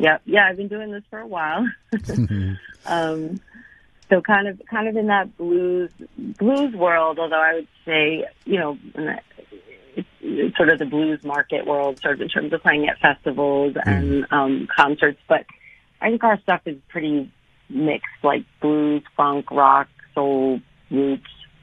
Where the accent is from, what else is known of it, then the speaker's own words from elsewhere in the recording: North Shore, Massachusetts, United States; now in Philadelphia, United States; I live in Philadelphia and have lived here for, you know, many, many years, but I grew up in the Boston area, actually, a little bit north of Boston on the North Shore.